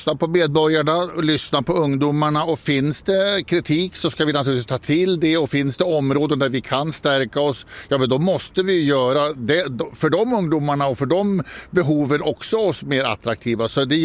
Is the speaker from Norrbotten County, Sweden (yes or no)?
no; Västerås, Västmanland County, Sweden; att vi som västeråsare ser till att vi använder de offentliga ytorna och njuter av vårt vackra Västerås.